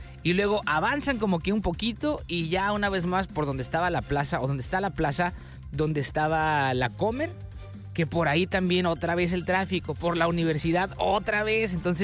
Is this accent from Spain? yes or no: no; Mexico; así somos muchos mexicanos